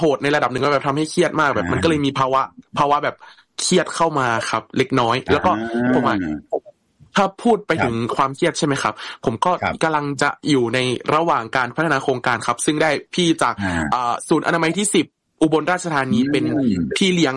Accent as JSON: {"language": "Thai", "region": "Mukdahan", "country": "Thailand", "tie": "born or raised there", "said": "ผมเกิดและโตในจุดที่เรียกว่าในเมืองพอสมควรแล้วก็คืออยู่ใหญ่อยู่ในใจกลางเมืองเลยถ้าในจังหวัดมุกดาหาร"}